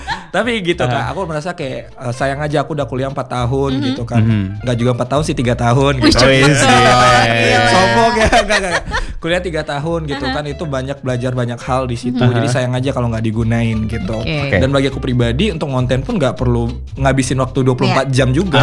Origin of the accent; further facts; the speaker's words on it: Padang, West Sumatra, Indonesia; aku kan aslinya dari Padang nih, dari Padang